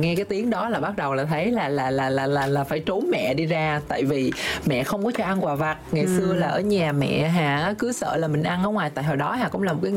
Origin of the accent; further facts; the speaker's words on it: Ho Chi Minh City, Vietnam; Em nhớ ngày xưa ở những cái con hẻm ở trong khu vực thành phố Hồ Chí Minh đó